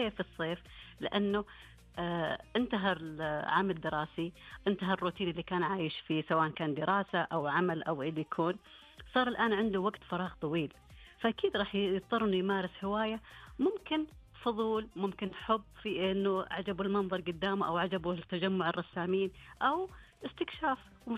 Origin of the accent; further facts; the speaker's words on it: Saudi Arabia; عندنا في السعودية بالذات أماكن كثيرة لا تعد ولا تحصى